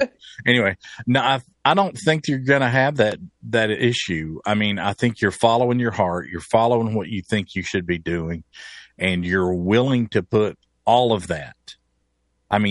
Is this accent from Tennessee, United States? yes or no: yes; Bristol, Tennessee, United States; Yeah, well, I grew up in Bristol, Tennessee.